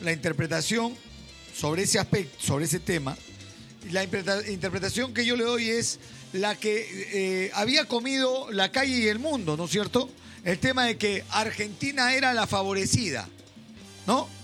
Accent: Peru; Siendo peruano, he tenido información.

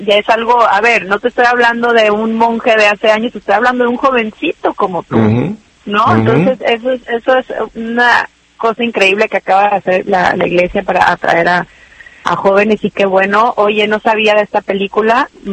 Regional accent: Tamaulipas, Mexico; Pues sí, bueno, yo soy de Tamaulipas, México, y soy la más chica de cuatro hermanos.

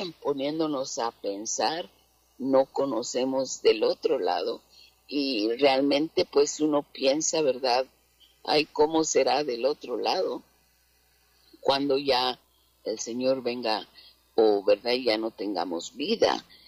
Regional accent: Mexico; also born or lived in Guatemala / California; Estuvimos sirviendo en por poco tiempo en Guatemala, pero porque yo soy mexicana, mi esposo es centroamericano

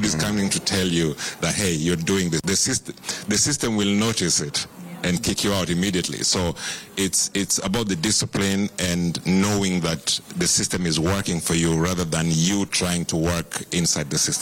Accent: Kenya; moved away as an adult; now in Finland; I'm very well connected with home. I travel to Kenya twice, three times a year.

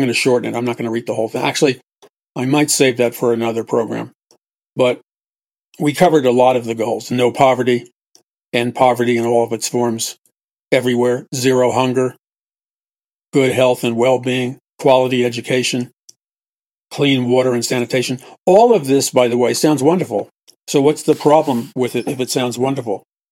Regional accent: New York City, New York, United States; but I heard it a lot growing up in New York City.

